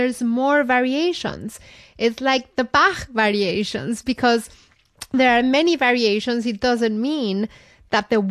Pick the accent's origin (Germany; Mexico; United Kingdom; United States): Mexico; central Mexico; Growing up in Central Mexico, the salsa verde, which is something we absolutely love.